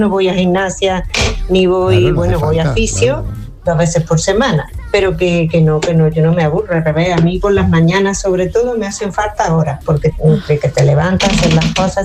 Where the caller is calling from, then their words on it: Córdoba, Andalusia, Spain; días, mire … de Córdoba.